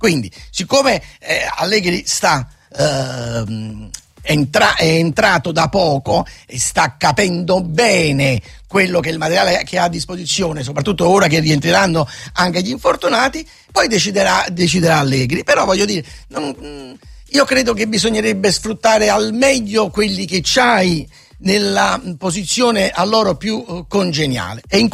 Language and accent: Italian; Campania, Italy; Ma poi per ma io poi una cosa che proprio mi lascia senza parole, da napoletano